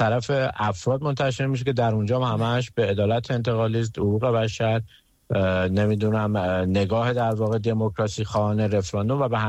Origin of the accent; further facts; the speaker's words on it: Iran; به عنوان یک ایرانی